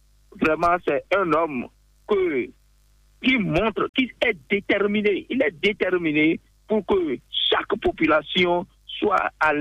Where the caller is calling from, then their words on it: Benin; Je vous appelle depuis Kokokoutouvin.